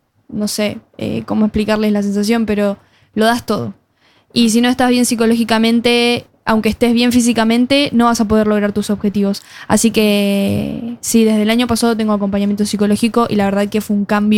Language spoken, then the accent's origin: Spanish; Luján, Buenos Aires Province, Argentina; ingresar al instituto, que es de mi pueblo, es de Luján